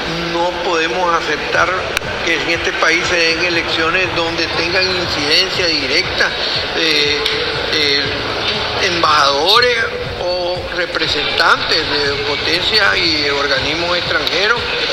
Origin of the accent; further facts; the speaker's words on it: Nicaragua; Somos los nicaragüenses los que vamos a elegir las elecciones